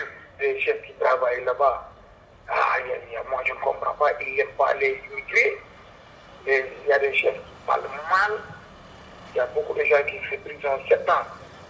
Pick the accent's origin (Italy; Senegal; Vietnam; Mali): Senegal; moved away as an adult; now in Belgium; mon pays d'origine du Sénégal. Ouais, ça fait 8 ans que je suis là en Belgique. Moi, je venais ici en 2015